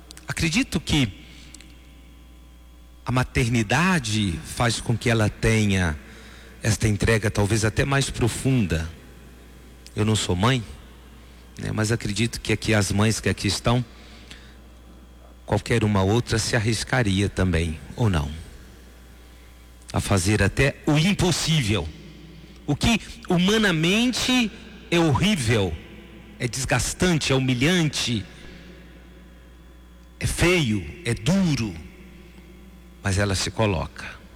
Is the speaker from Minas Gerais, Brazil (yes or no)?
yes; Minas Gerais, Brazil; sendo bem brasileiros e sendo bem mineiros